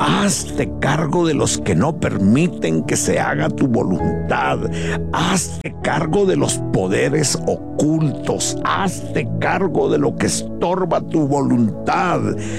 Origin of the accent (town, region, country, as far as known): Mexico